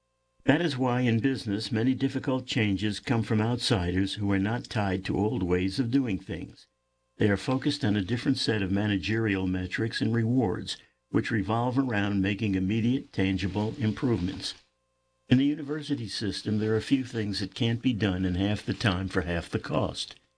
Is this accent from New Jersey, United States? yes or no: no; Florida, United States; By contrast, my home state of Florida has been growing like a flower in springtime.